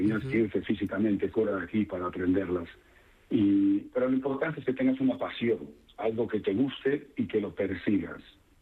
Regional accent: Galicia, Spain; Yo soy gallego 100%, ¿sabes?

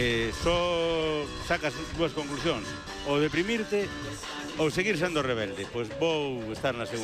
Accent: Arbo, Galicia, Spain; Decían na miña aldea. Vale. Decíamos bellos alá en Arbo cando era un neno, falo vos dos.

